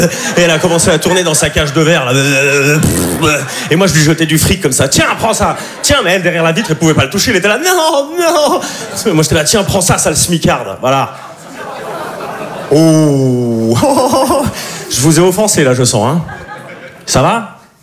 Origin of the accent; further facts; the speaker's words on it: Switzerland; Enfin, vous me voyez comme un provincial. parce que je suis suisse, sauf que moi, j'ai du pouvoir d'achat.